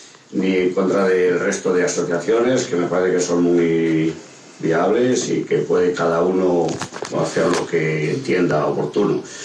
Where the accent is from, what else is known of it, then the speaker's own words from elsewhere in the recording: Jambrina, Castile and León, Spain; born there; now in Peleas de Abajo, Spain; gente de mi pueblo, yo nací en Jambrina